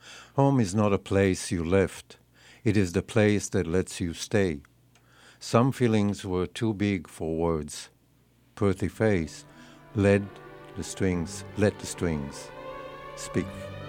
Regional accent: Israel; English is a second language; moved away as an adult; now in New York City, United States; I was born and raised in Israel, and I arrived in 1979, about a couple of years after I actually closed. No, it was 1980. I arrived in March, the middle of March. Arrived in New York City.

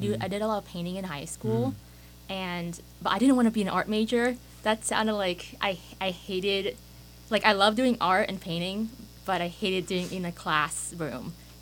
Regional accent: Sacramento, California, United States; So I'm from Sacramento, and I was just applying to like all the UCs.

